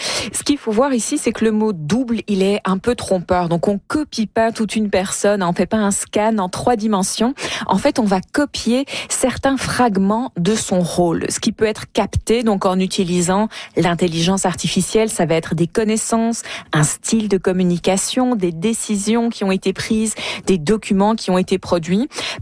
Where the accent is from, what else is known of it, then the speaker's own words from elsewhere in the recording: Canada; chez nous, au Canada